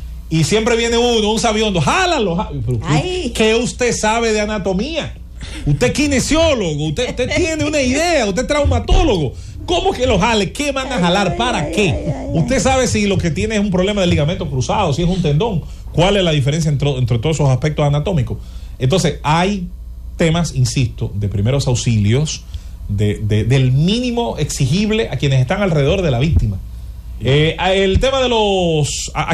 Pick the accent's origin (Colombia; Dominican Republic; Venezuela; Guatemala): Dominican Republic; Santo Domingo, Distrito Nacional; born there; En la Francisco Rosario Sánchez con Enriquillo, hay una todavía en Azoya, en la esquina de la cuadra donde yo nací.